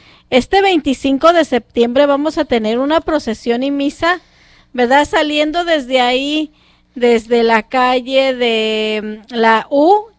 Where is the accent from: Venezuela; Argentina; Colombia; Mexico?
Mexico; Muchos de nosotros somos de México, de Michoacán, de Jalisco, de Colima, de Zacatecas, de Guanajuato, y de ahí párale de contar, ¿verdad?